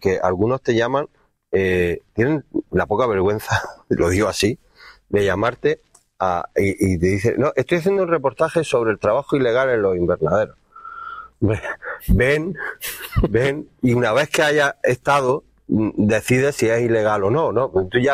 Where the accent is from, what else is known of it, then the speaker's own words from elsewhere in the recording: San Isidro, Andalusia, Spain; sabes que yo soy de San Isidro